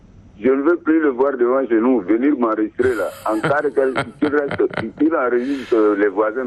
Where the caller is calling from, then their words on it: N'Djamena, Chad; Moi, je suis à Tukra